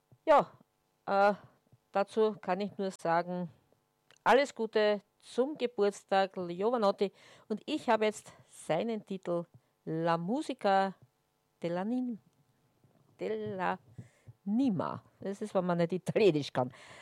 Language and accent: German; Vienna, Austria; ich habe, mein Herz ist auch ein offenes Buch. Dafür sind wir Wiener ja bekannt